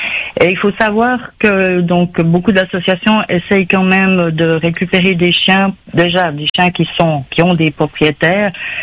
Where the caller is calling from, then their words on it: Switzerland; moi je vous appelle depuis la Suisse.